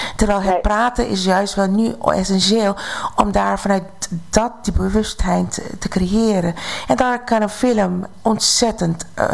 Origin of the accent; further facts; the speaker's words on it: Suriname; ik ben in Suriname opgegroeid. Tussen alle bevolkingsgroepen.